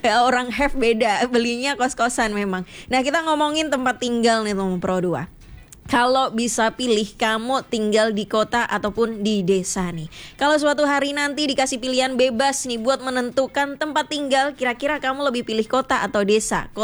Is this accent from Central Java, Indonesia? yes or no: yes; Surakarta, Central Java, Indonesia; now in Jember, Indonesia; Aku kan dari Solo juga nih. Nah, Solo ini menurutku lumayan hektik, udah hektik banget sih.